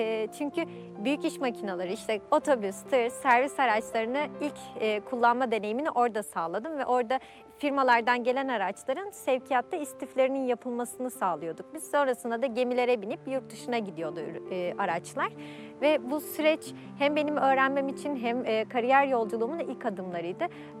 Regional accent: Sakarya, Turkey; born there; now in Gemlik, Turkey; Aslen Sakarya doğumluyum. Üç kardeşin en küçük çocuğuyum. Gemlik'te yaşıyorum.

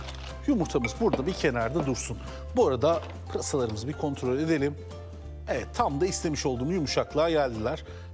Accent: Adana, Turkey; Ya bir Adanalı olarak pırasayı bu kadar seviyor olmam insanları çok şaşırtıyor.

